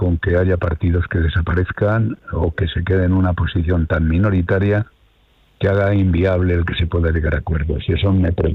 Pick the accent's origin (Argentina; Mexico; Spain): Spain; Yo como español me da vergüenza lo que está pasando en Ceuta.